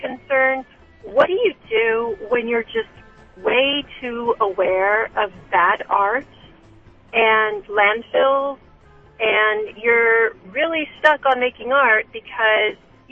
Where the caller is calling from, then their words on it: Del Rio, Texas, United States; Del Rio, Texas.